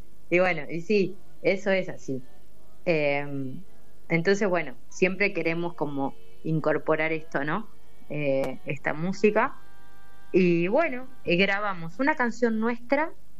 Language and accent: Spanish; Saladillo, Buenos Aires Province, Argentina; yo soy de Saladillo